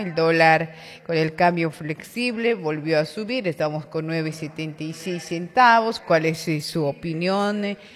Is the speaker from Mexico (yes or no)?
no; Bolivia; ¿Qué deberíamos de hacer ahora nosotros como bolivianos y bolivianas?